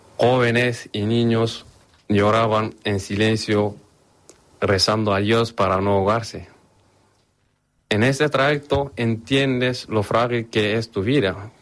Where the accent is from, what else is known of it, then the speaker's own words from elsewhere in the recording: Mali; moved away as an adult; Cuando me fui de Mali, hace 3 años